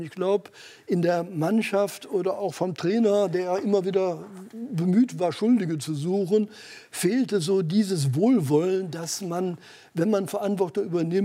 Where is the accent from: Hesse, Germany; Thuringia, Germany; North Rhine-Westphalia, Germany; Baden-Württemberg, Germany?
North Rhine-Westphalia, Germany; Mönchengladbach; born there